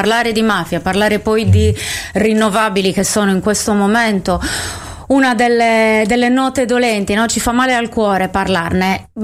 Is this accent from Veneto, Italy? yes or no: no; Sardinia, Italy; Come viene vista la nostra Sardegna